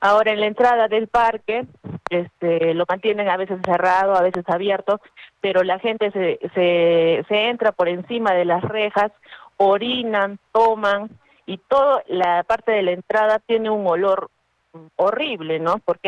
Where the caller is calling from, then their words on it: Arequipa, Peru; yo soy una de Colorado